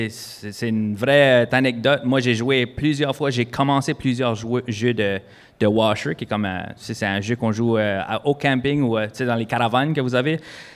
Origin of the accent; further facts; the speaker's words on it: Canada; accent: accent de par chez nous; il faut peut-être que je ralentisse un peu avec mon accent de par chez nous.